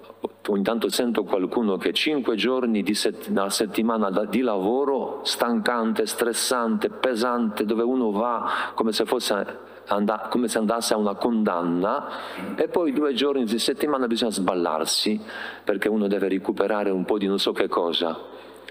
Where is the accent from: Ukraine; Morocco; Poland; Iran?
Poland; moved away; Io sono polacco